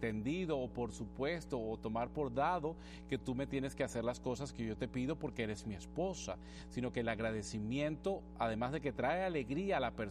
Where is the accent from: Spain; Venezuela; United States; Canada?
Venezuela; Lucía es de Puerto Rico, yo soy de Venezuela y tenemos el mismo idioma español